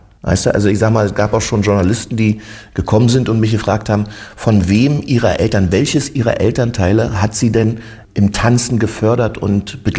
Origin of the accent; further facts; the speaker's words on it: Germany; Da gab es ja jetzt noch nicht so bei uns in der DDR Videos und so, aber um mal zu verraten, wir haben schon Möglichkeiten gehabt